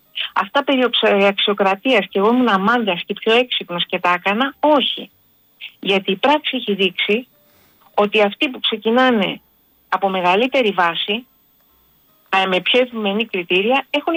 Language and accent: Greek; Greece; born there; Ότι είμαστε τυχεροί που γεννηθήκαμε στην Ελλάδα. Και δεν γεννηθήκαμε στο Σουδάν.